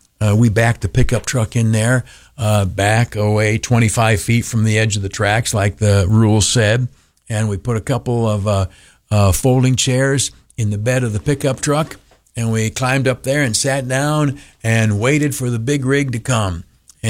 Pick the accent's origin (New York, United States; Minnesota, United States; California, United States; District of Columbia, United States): New York, United States; Canisteo; we drove down to my hometown, a place called Canastillo, New York, in Steuben County in the Southern Tier.